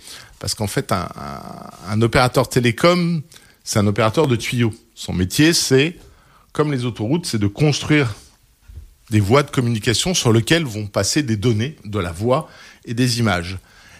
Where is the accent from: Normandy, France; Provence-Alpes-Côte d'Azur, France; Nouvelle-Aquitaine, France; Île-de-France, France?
Nouvelle-Aquitaine, France; La Rochelle; je suis originaire de La Rochelle. Moi, le premier film que je l'ai vu au cinéma L'Olympia.